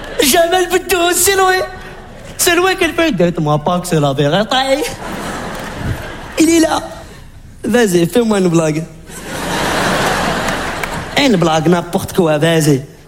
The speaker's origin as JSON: {"language": "French", "town": "Trappes", "region": "Île-de-France", "country": "France", "tie": "born there", "moved": "as an adult", "lives_now": "Paris, France", "said": "J'ai passé 20 ans à Trappe."}